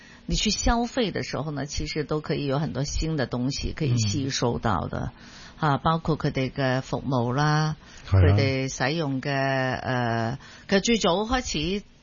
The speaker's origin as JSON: {"language": "Chinese", "country": "Hong Kong"}